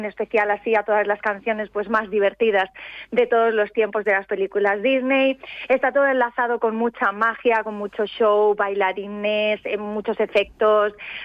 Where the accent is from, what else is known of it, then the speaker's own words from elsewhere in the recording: Vila-seca, Catalonia, Spain; que era de un pueblo pequeñito, yo soy de Vilaseca, allí de Tarragona